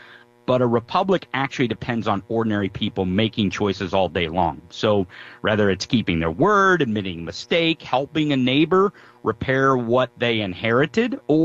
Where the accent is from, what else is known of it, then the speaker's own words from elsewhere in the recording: Eldon, Missouri, United States; I grew up in Eldon, and my grandparents owned Kaufman Beach Resort at Rocky Mount